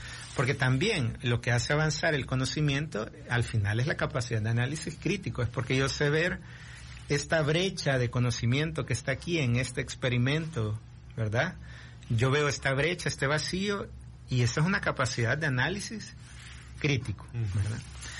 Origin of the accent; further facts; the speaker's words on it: El Salvador; vamos a salir adelante como sociedad salvadoreña